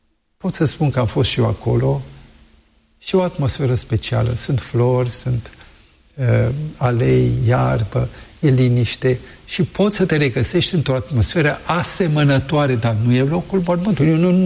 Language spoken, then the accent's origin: Romanian; Sibiu, Sibiu County, Romania; moved away; also born or lived in Brașov; Am și o amintiri vis-a-vis de locul unde am copilărit. Eu mă simt foarte sibian, deși m-am născut la Brașov și la 2 ani jumate, 3 ne-am mutat în Sibiu, dar acolo am descoperit viața